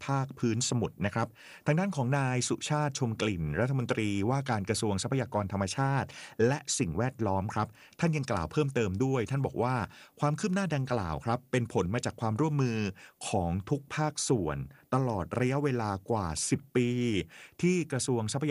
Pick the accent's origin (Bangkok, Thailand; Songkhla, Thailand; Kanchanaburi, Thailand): Songkhla, Thailand; มันอยู่ที่จังหวัดสงขลาบ้านเกิด